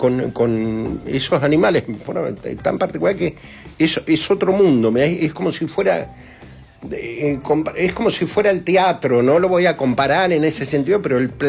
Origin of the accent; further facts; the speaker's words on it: Quemú Quemú, La Pampa, Argentina; born there; nací en Quemú Quemú, uh-huh, mis abuelos vivían en Huelén, que es un paraje a 5 kilómetros